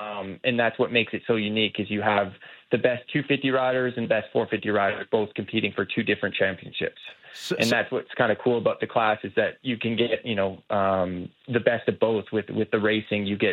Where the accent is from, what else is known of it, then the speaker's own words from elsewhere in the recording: Canada; to kick it off here in my home country, no better place than Calgary